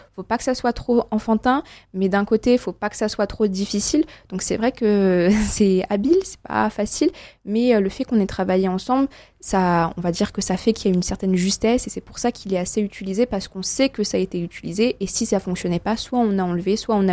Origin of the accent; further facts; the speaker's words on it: Saint-Avold, Grand Est, France; vu que je viens de Saint-Avold et que c'est à la frontière allemande